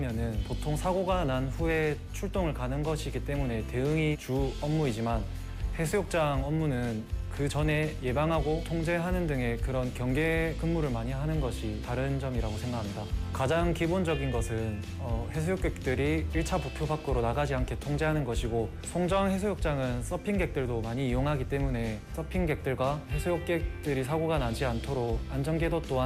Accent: Busan, South Korea; 어렸을 때부터 부산에 쭉 살아와서 익숙하기도 했고, 타 지역으로 시험 치는 것을 고민을 했지만 부산을 떠나면 후회할 게 뻔해서 부산 소방공무원 시험을 쳐서 부산에 계속 거주하게 되었습니다.

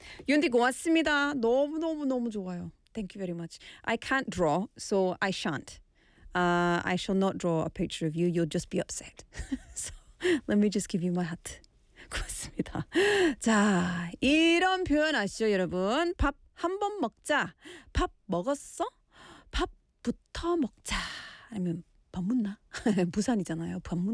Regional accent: Scotland, United Kingdom; But I think these days, for me personally, as a Scottish person, eating alone was never considered to be strange.

